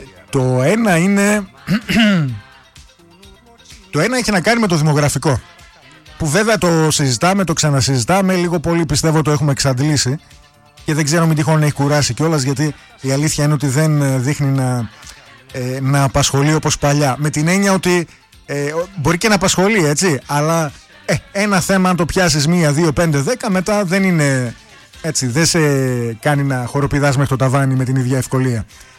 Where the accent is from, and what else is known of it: Greece